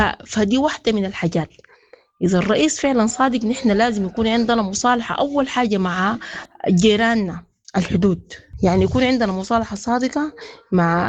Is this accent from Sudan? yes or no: yes; Sudan; نحن كسودانيين لازم نقتنع إنه الحرب دي تقف نحن كسودانيين